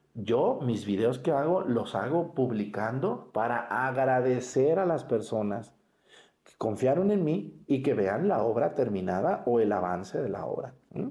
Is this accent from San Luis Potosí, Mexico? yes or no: no; Mexticacán, Jalisco, Mexico; incluso las obras que hemos hecho en mi pueblo, en Mesticacán, de los tres corazones, del corazón monumental y otras más